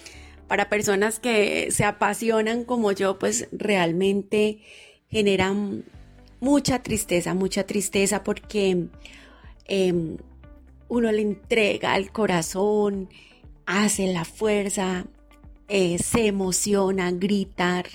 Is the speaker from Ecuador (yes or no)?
no; Colombia; somos colombianos